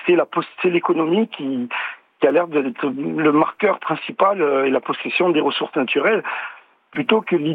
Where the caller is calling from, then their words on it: Corsica, France; j'appelle de Corse.